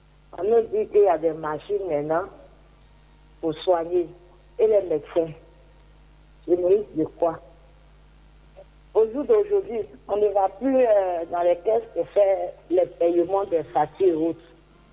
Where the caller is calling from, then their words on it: Yopougon, Abidjan, Côte d’Ivoire; J'appelle de Yopougon.